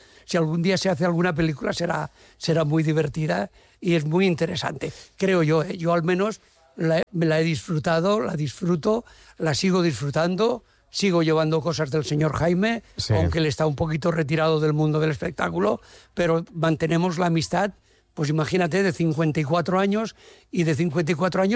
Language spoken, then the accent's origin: Spanish; Jumilla, Region of Murcia, Spain; born there; Yo soy de Jumilla